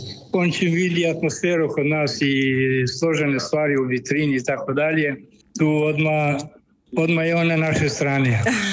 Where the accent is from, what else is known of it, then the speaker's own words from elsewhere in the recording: Croatia; now in Germany; kod nas na Jadranu, u Hrvatskoj na more